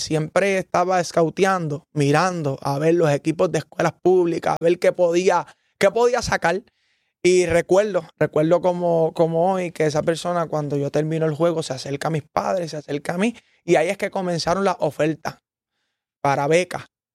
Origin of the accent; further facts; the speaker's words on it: Ponce, Puerto Rico; yo soy de Ponce, pero mi equipo antes era los Capitanes de Arecibo.